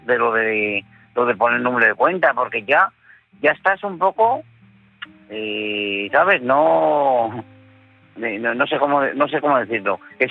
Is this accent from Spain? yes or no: yes; Madrid, Community of Madrid, Spain